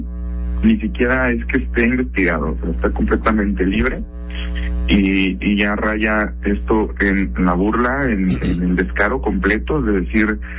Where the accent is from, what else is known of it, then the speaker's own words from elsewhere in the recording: Mexico; lo que consumimos más como mexicanos